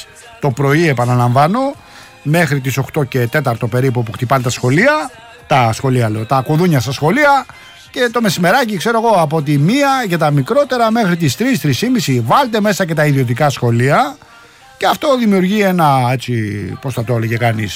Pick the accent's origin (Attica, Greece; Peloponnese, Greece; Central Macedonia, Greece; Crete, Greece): Attica, Greece; Rafina; Άρα μου λέει, έχουμε, λέει, ζητηματάκια μπόλικα αναφορικά με την πατρίδα μου στη Ραφίνα.